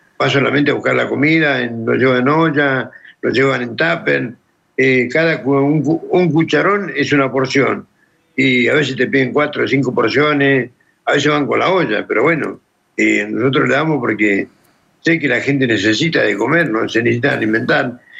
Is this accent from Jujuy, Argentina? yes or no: no; Caleta Olivia, Santa Cruz, Argentina; moved away; mi ciudad, que es Caleta Olivia